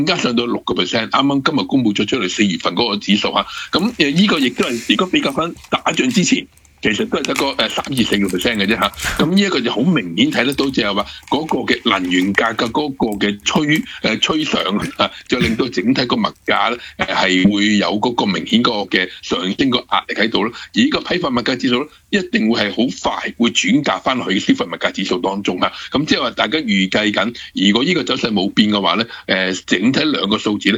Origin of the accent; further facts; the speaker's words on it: Hong Kong; 我香港人